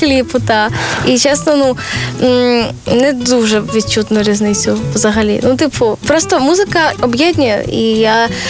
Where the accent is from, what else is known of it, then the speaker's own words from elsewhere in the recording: Lviv, Lviv Oblast, Ukraine; Я родом зі Львова.